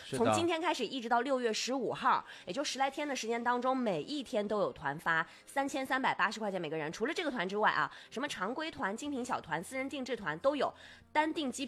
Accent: Inner Mongolia, China; 你像我们内蒙古人的那个车上

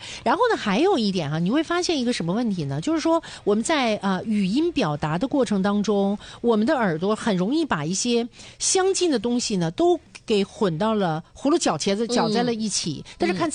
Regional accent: Dalian, Liaoning, China; 很多人说咱们大连话太快了，

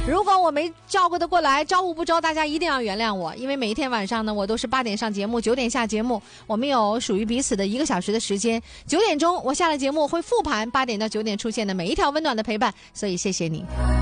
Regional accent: Northeast China, China; born or raised there; moved away

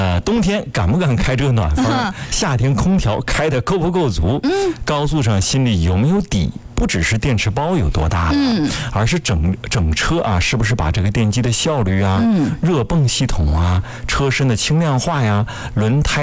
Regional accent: China

